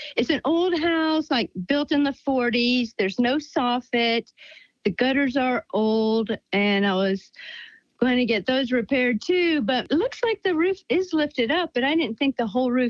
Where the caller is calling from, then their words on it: Virginia, United States; I'm calling from Warren County, Virginia.